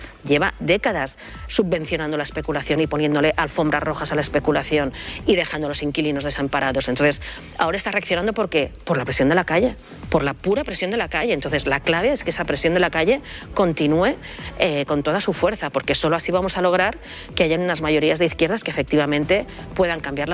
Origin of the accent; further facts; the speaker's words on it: Catalonia, Spain; Quiero decir que a mí, personalmente, como catalana, no me sorprende que Junts esté cerca de la patronal inmobiliaria.